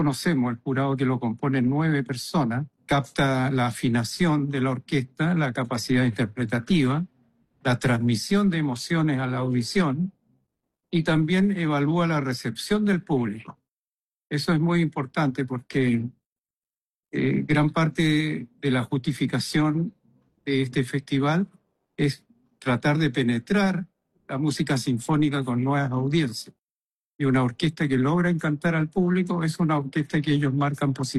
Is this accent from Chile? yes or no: yes; La Serena, Coquimbo, Chile; nosotros somos de La Serena, de un sector poblacional estigmatizado porque había muchos jóvenes con consumo de drogas.